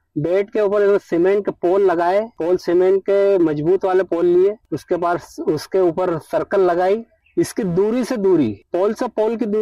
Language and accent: Hindi; Ujjain district, Madhya Pradesh, India; उज्जैन जिले का निवासी हूँ, ग्राम ताजपुर में मेरी खेती है और मैं एक छोटा सा किसान हूँ।